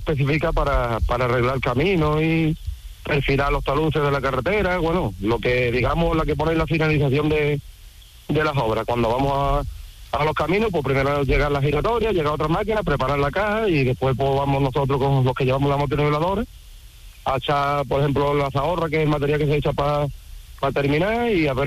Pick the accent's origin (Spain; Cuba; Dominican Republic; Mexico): Spain; Almargen, Andalusia; Yo soy de Almargen.